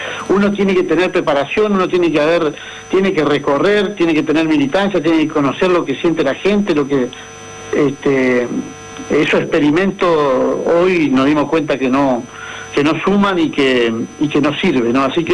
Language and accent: Spanish; Argentina; now in Federación, Argentina; lo que hoy estamos pagando el ajuste somos los argentinos de bien